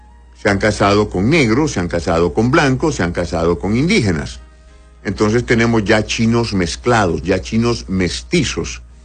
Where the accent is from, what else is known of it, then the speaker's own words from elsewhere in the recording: Honduras; Todos los hondureños que vivimos en Honduras somos hondureños.